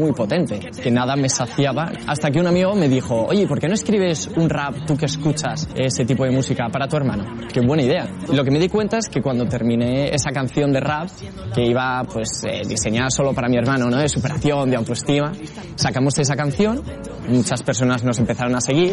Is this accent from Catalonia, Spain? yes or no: no; Madrid, Community of Madrid, Spain; soy de Madrid, me dedico pues a evangelizar a los jóvenes.